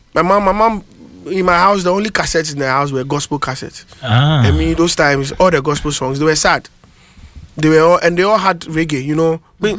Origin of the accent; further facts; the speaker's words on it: Abosokai, Ghana; I grew up in Abosokai